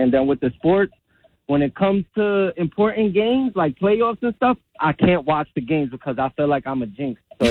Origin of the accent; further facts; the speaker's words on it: New York, United States; now in Hamilton; I grew up in New York